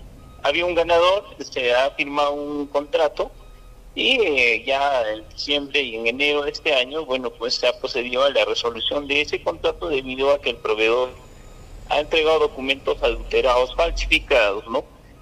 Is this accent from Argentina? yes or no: no; Chalhuahuacho, Apurímac, Peru; para que nuestros hermanos puedan gozar de estos servicios y puedan vivir dignamente como peruanos y como buenos chalhuachinos.